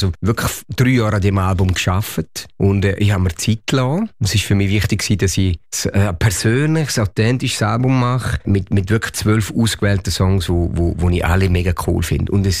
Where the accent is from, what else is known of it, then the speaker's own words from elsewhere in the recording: Switzerland; accent: Swiss German; Ich wollte schon immer noch mal Schweizerdeutsch singen. Für mich war es klar. Und ich habe so einen schönen broten Dialekt.